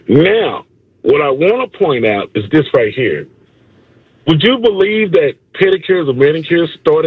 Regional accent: Fort Worth, Texas, United States; No, I'm from Fort Worth, Texas. Fort Worth, Texas.

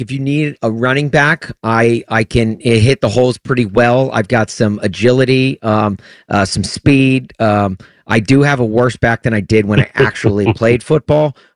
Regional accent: Tennessee, United States; If my hometown team, the Tennessee Titans, we know you need all the help you can get. And I'm here to do it, baby. Sign the hometown kid.

